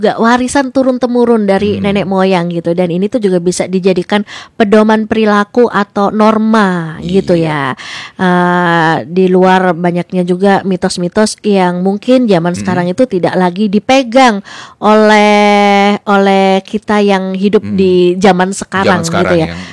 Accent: Surabaya, East Java, Indonesia; aku juga dari kota Surabaya ya

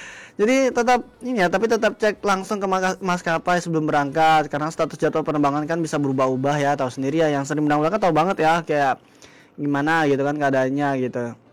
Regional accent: Kalimantan, Indonesia; kita warga Kalimantan tuh terbiasa

